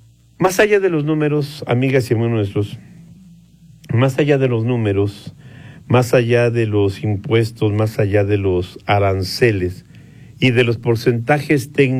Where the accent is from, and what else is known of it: Mexico